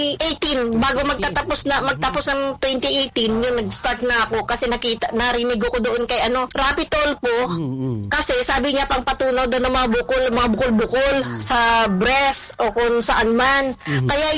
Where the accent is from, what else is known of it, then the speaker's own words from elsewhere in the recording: Bacoor, Calabarzon, Philippines; now in Hong Kong; Taga Molino Bacoor ako. Tapos, nandito ko ngayon sa, ano, sa Hong Kong. Diretso ako dito.